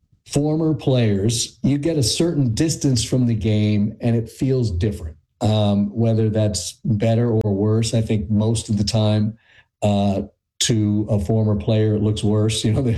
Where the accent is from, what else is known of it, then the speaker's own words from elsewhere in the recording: New York, United States; I was born and raised in New York. I was 7 years old when the Mets won the World Series in 1969.